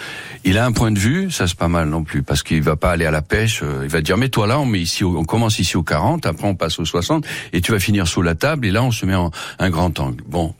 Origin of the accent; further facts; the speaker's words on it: France; En plus, on est français, donc on n'a pas la même approche agressive qu'à l'acteur américain.